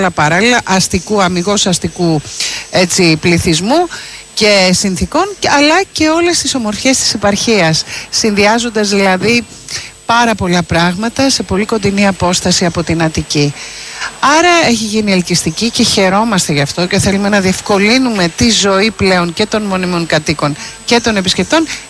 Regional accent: Chalkida, Central Greece, Greece; Ναι, γεννήθηκα και μεγάλωσα στη Χαλκίδα.

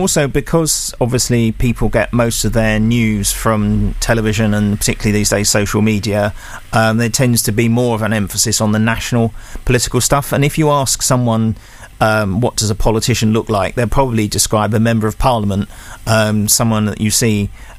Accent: Epping Forest District, East of England, United Kingdom; now in Chelmsford, United Kingdom; I grew up in West Essex in Epping Forest District, and so I spent the first half of my life there and the second half of my life so far in Chelmsford.

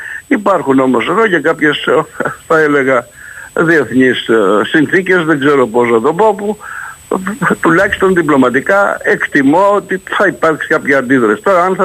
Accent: Greece; τα πολύ περισσότερα θύματα τα είχαμε εμείς εδώ ως Έλληνες.

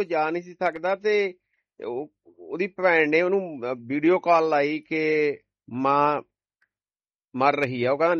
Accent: Punjab, India; ਮੈਂ ਪੰਜਾਬੀ ਹਾਂ

